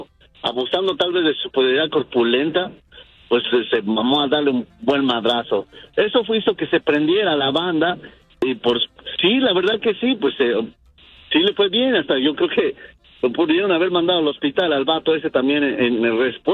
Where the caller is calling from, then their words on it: Phoenix, Arizona, United States; Aquí de Phoenix, Arizona.